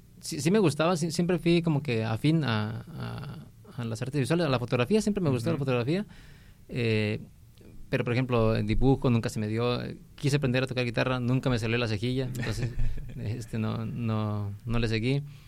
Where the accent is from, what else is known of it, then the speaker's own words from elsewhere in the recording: Tepic, Nayarit, Mexico; soy originario de aquí de Tepic, tengo 38 años